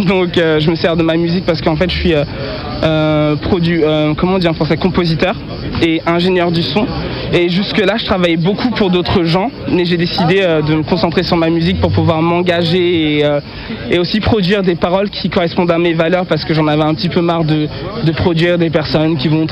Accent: Saint-Germain-en-Laye, Île-de-France, France; born there; Je suis né à Saint-Germain-en-Laye, donc en région parisienne. Mes parents sont d'origine béninoise.

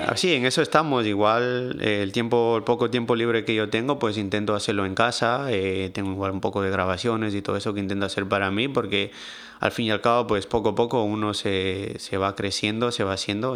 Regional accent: Ecuador; moved away; Entonces, me fui a Ecuador y la verdad que ese mes me ayudó bastante porque ya el de yo trabajar y regresar a Ecuador y ver las cosas allá, es como que me entraron otra vez las ganas de estudiar

